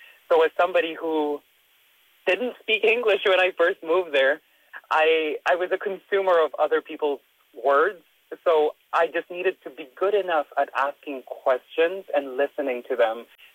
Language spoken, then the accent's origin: English; Kodiak, Alaska, United States; born there; also born or lived in Laoag City, Philippines; I did grow up in Kodiak when I moved directly from Lawag City, Philippines, when I was about 8 years old. And that would have been in 2009.